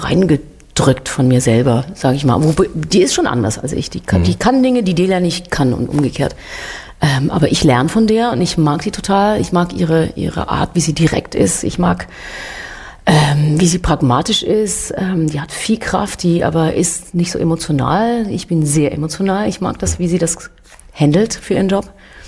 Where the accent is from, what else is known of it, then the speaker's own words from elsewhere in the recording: Switzerland; es auch bei uns in der Schweiz jetzt gerade, blase ich mich gerne mal auf, weil wir Schweizer sind ja sonst so bescheiden und sagen immer, ja.